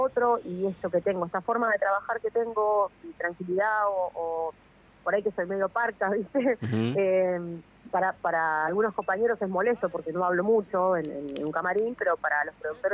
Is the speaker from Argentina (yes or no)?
yes; Argentina; yo crecí en el Evita en la época en la que el Evita tenía los canteros, que eran un basural, y pasaba el tren. Yo tengo 38 años, chicos, no soy tan jovencita. Entonces, crecí en un barrio...